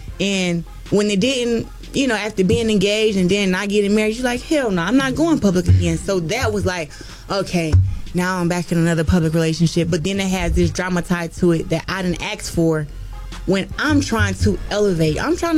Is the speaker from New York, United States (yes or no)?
no; Flint, Michigan, United States; born and raised in Flint, Michigan, was born poor, now I'm rich.